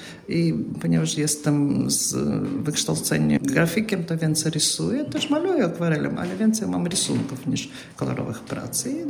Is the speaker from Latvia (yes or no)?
yes; Riga, Latvia; Polish is a second language; Dzień dobry, jestem z Rygi, zawsze mieszkałam w Rygi, albo bardzo lubię Polskę, jadę tam coś rysować